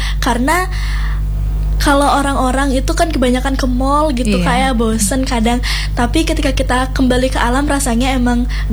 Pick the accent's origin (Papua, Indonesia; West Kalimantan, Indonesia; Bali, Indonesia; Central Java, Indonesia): Bali, Indonesia; Buleleng; Kebetulan itu ada di kampung halaman saya, yaitu di Danau Tamblingan.